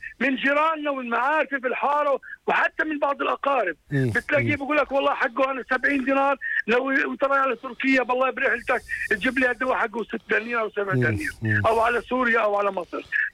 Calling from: Jordan; عندنا في الأردن

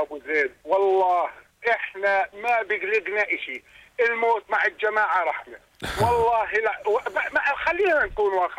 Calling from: Jordan; وبلدنا بخير، وطول ما سيدنا أبو حسين فوق راسنا،

